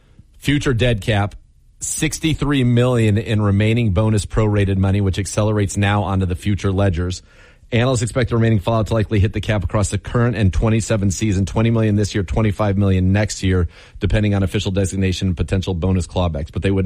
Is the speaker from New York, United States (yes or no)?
no; California, United States; people I grew up with in California